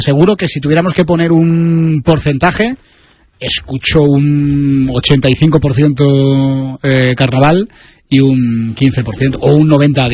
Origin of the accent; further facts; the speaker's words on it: Madrid, Community of Madrid, Spain; Bueno, yo soy madrileño, yo soy de Vallecas, pero mi madre es de Sevilla